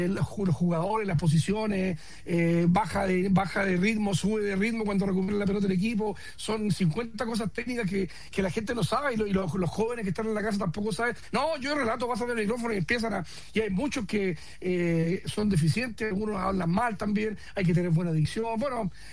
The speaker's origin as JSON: {"language": "Spanish", "town": "Punta Arenas", "region": "Magallanes and Chilean Antarctica", "country": "Chile", "moved": "yes", "lives_now": "Santiago, Chile", "said": "Yo soy de Punta Arenas."}